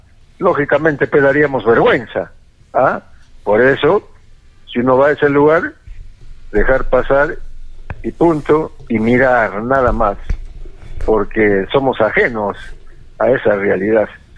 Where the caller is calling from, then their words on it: Peru; Era nuestra representatividad como peruanos.